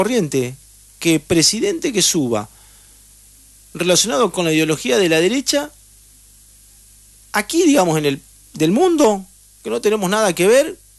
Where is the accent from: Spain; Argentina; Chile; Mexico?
Argentina; nos pertenece a los argentinos.